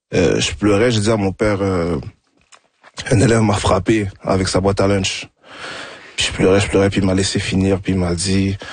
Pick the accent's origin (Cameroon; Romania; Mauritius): Cameroon; Après, c'est mon pays d'origine. Quand même, c'est la culture camerounaise, c'est quand même une culture qui est quand même très forte, très présente.